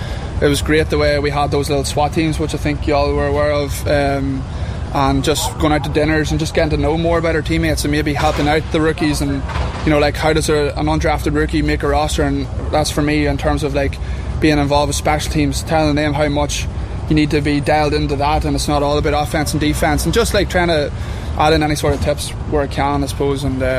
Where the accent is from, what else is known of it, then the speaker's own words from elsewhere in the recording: Mayobridge, Northern Ireland, United Kingdom; moved away; So I'm from Mayo Bridge, okay. But that's County Down.